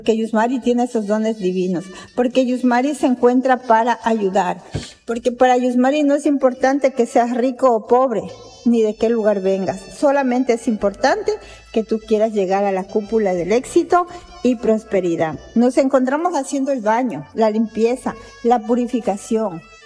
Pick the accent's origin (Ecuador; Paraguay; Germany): Ecuador